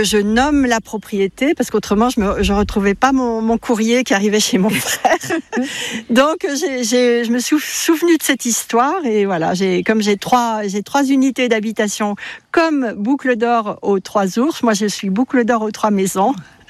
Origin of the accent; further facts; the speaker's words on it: Paris, Île-de-France, France; c'est parce que moi quand j'étais petite, j'habitais à Paris